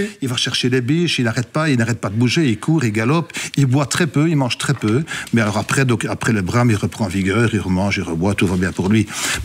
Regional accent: Rochehaut, Wallonia, Belgium; Chez nous, à Rochehaut

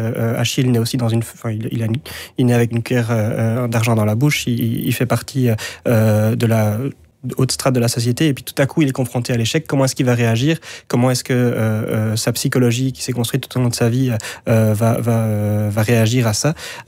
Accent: Belgium; en tant que Belges

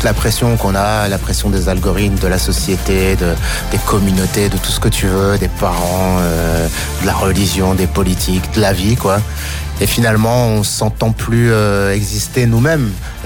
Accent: Lille, Hauts-de-France, France; also born or lived in Brussels; et faut savoir que nous on vient de Lille, donc on s'est vraiment forgé avec le regard vers la Belgique

